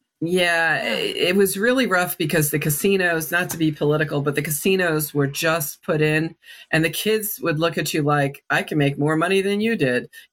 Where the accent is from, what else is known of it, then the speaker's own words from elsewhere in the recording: New Jersey, United States; because he was from South Jersey and I was from North Jersey.